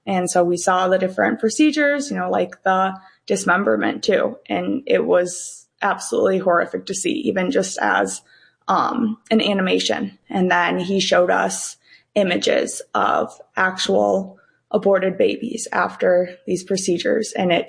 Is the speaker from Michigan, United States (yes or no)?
yes; Grand Rapids, Michigan, United States; I am from Grand Rapids, born and raised. I did actually go to college in Ohio. I went to the University of Dayton.